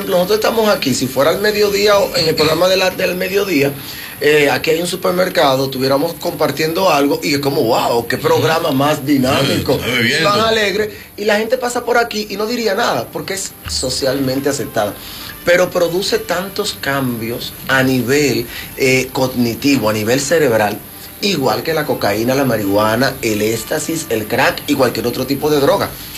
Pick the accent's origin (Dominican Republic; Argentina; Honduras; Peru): Dominican Republic; todos los dominicanos